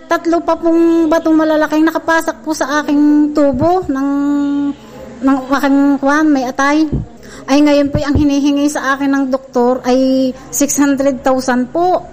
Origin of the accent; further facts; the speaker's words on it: Calapan, Mimaropa, Philippines; na 50 taon na po ako at taga Puting Tubig po ako, Calapan City.